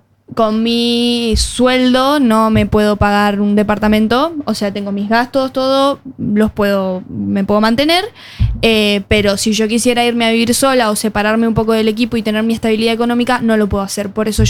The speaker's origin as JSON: {"language": "Spanish", "town": "Luján", "region": "Buenos Aires Province", "country": "Argentina", "said": "es de mi pueblo, es de Luján"}